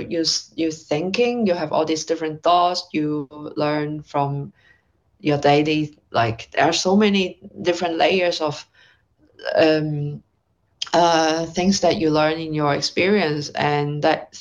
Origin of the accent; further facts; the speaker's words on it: Hong Kong; I am someone from Hong Kong, and so like a place which you came from represent certain things, right? Like politically, socially, and obviously there is a long history of Hong Kong